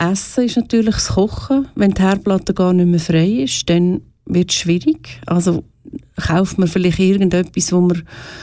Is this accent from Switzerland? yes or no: yes; Switzerland; Auch bei uns in der Schweiz nicht.